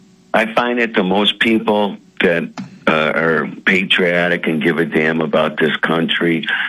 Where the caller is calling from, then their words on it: Illinois, United States; from Illinois.